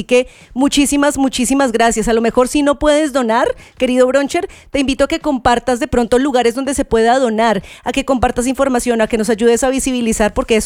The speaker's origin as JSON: {"language": "Spanish", "region": "Bogotá", "country": "Colombia", "moved": "yes", "said": "En Bogotá, en mi ciudad"}